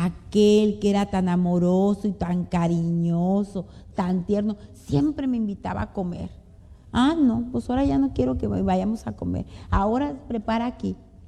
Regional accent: Monterrey, Nuevo León, Mexico; No, hombre, yo soy de Monterrey, donde uno come cabrito, carne, salsa, tortillas, cosas sabrosas.

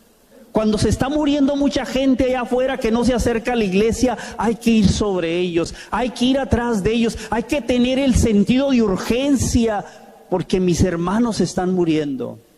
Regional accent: Tijuana, Baja California, Mexico; born there; also born or lived in Los Angeles, United States; Crecí solo ahí en Tijuana y en Los Ángeles, solo con mi mamá

